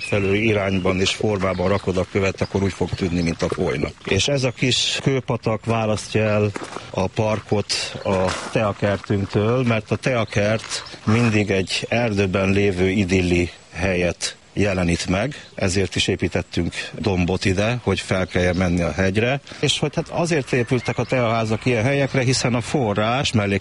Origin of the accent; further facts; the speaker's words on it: Cluj-Napoca, Cluj County, Romania; moved away; Kolozsváron születtem, Majális utcában laktunk, ahol van a kolozsvári botanikus kert